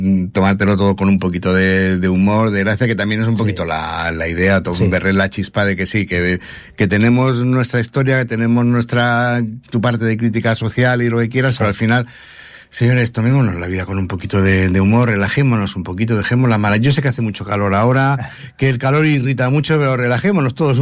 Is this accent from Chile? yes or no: no; Ripollet, Catalonia, Spain; Yo tardé en darme cuenta que era de Ripollet.